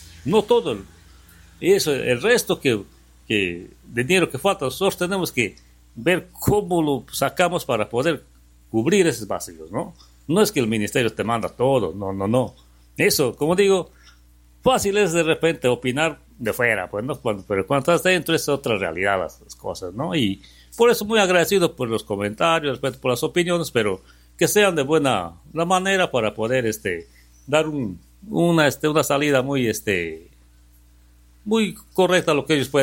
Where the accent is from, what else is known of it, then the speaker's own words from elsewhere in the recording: Bellavista, San Martín, Peru; now in Lamas, Peru; Por si yo no soy de Lamas, ¿no? Yo soy de Bellavista, pero ya me siento ser parte de Lamas porque vivo acá, me cobija Lamas, mi familia es de acá y tengo ese amor a Lamas, ¿no?